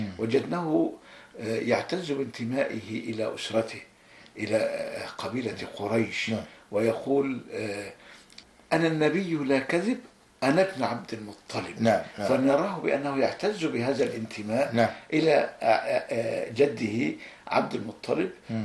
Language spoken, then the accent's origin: Arabic; Egypt